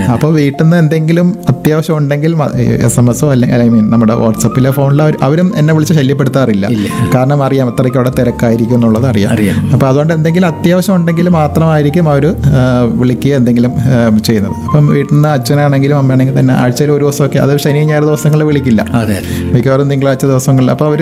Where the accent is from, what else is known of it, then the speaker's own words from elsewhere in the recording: Kollam, Kerala, India; born there; also born or lived in Ernakulam; ഞാൻ ജനിച്ചത് ഇവിടെ തന്നെയാണ്, കൊല്ലത്ത് തന്നെയാണ് ഞാൻ ജനിച്ചത്. പിന്നെ ജോലിയും അങ്ങനെയുള്ള കാര്യങ്ങളൊക്കെ ആയിട്ട് അച്ഛനും ജോലി എറണാകുളത്തായിരുന്നു.